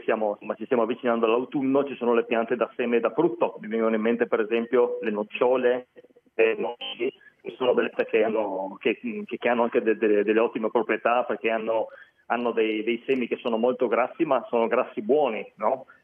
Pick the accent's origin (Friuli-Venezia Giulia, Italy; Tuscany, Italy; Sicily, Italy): Friuli-Venezia Giulia, Italy